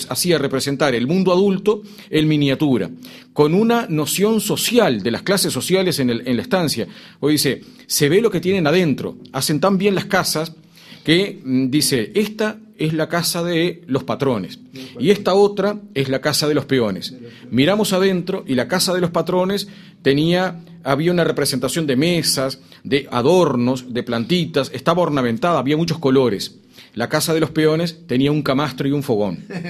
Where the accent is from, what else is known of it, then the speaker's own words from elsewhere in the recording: Canelones, Uruguay; Yo soy de Canelones, medio rural, sigo viviendo en el medio rural de Canelones.